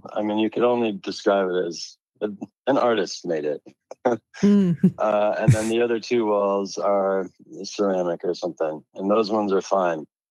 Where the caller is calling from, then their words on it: Minneapolis, Minnesota, United States; I'm from Minneapolis, Minnesota.